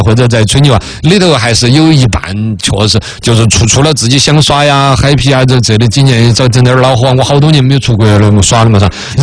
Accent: Chengdu, Sichuan, China; 一个比我们成都人比较多的一个城市

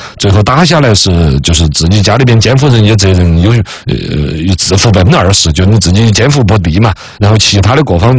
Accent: China; 不管说是欧洲人民还是我们中国人

